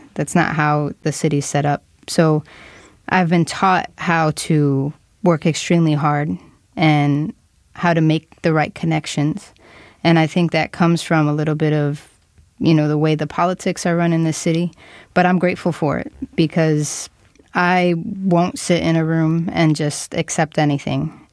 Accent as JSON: {"language": "English", "town": "Chicago", "region": "Illinois", "country": "United States", "tie": "born or raised there", "said": "And this is what Chicago sounds like. I grew up here. My parents were born and raised in Chicago."}